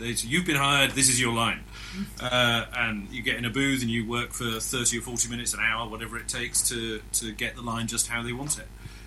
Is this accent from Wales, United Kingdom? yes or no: no; Scotland, United Kingdom; accent: Scottish; I grew up in Scotland, so I consider myself, Scottish. Native. For to perform in a Scottish accent is very natural.